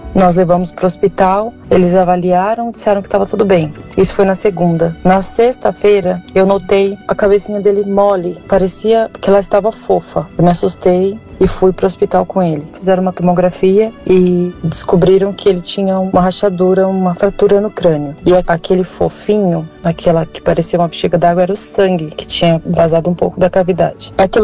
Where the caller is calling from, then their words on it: Campinas, São Paulo, Brazil; eu sou de Campinas.